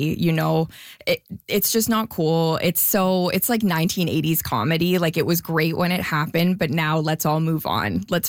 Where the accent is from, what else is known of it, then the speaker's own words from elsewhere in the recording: Canada; You know, I'm a Canadian comedian and he is on Netflix.